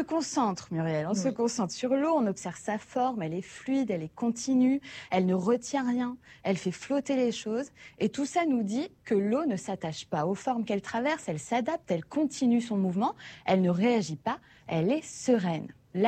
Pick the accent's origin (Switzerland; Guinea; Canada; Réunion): Réunion; c'est un peu une culture chez nous en Outre-mer. Moi, j'ai pas de souvenir de faire des longs trajets sans m'arrêter 4 ou 5 fois pour voir plein de vues.